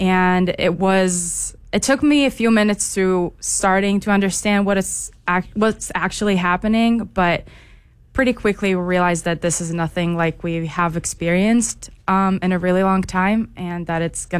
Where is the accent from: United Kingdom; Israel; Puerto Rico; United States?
Israel; I think that initially I always hesitate saying confidently that I'm from Israel.